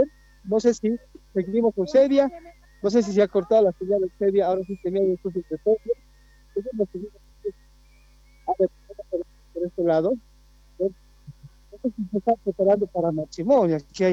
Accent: Aymaya, Potosí, Bolivia; yo soy de Aymaya

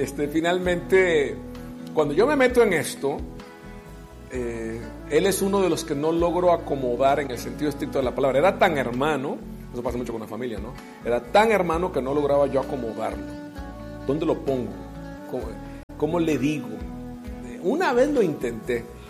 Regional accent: Costa Rica; born there; mi país natal, de Costa Rica

